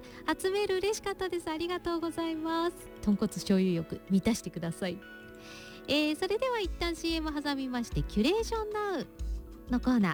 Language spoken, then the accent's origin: Japanese; Fukuoka, Japan; now in Ibaraki, Japan; 私もあの出身が福岡なので、